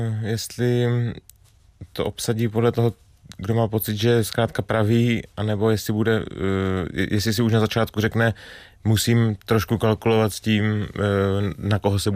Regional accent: Moravia, Czechia; moved away; jak jsem z Moravy, tak je prostě, a jezdím k rodičům domů

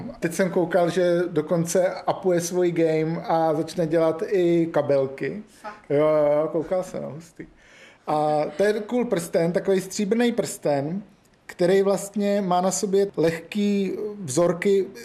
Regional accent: South Moravian Region, Czechia; No, já jsem vlastně z Moravy jižní, no, tak je to součást nějakého mýho jako toho, no.

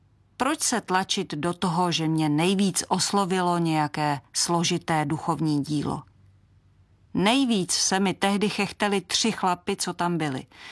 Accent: Polná, Vysočina Region, Czechia; Vyrůstala jsem v Polné na Kateřinově, to byl kout, kde se trochu zastavil čas, hlavně ve vztazích.

